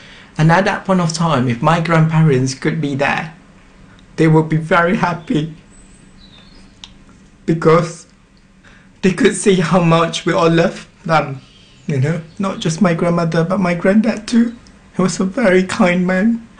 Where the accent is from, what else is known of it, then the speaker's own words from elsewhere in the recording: Malaysia; now in London, United Kingdom; I don't have to choose between being British or being a Malaysian.